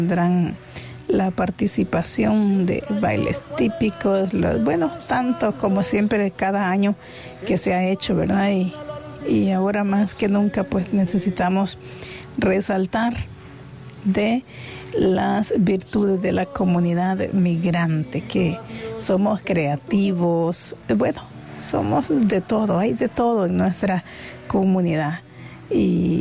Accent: Santa Rosa de Lima, La Unión, El Salvador; now in United States; Yo ya estaba con la mente en la feria de Santa Rosa de Lima, allá de mi pueblo.

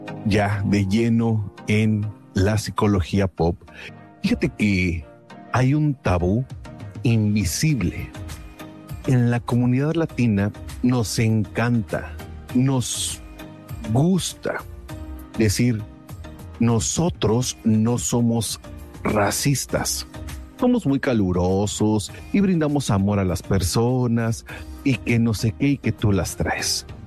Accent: Mexico; los que somos mexicanos sabemos de los whitexicans, y normalmente a los que somos de piel más oscura nos dicen nacos, nos dicen feos, nos dicen prietos.

